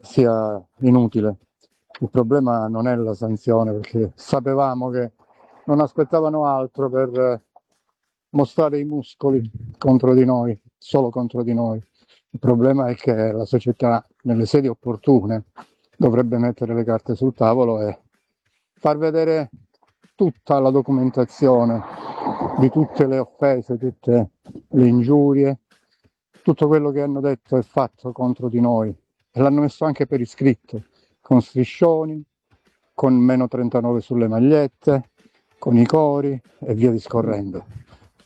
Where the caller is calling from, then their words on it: Cosenza, Calabria, Italy; da Cosenza.